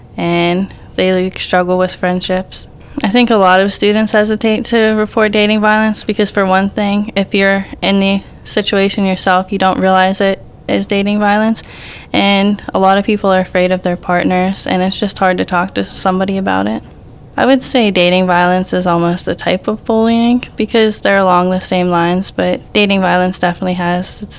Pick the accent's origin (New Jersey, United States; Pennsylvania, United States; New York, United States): Pennsylvania, United States; South Allegheny; I'm 16 from South Allegheny.